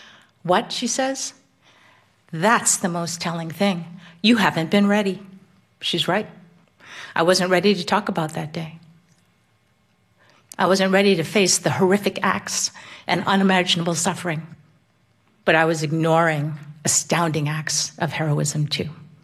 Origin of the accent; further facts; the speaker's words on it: New Jersey, United States; I'm from New Jersey.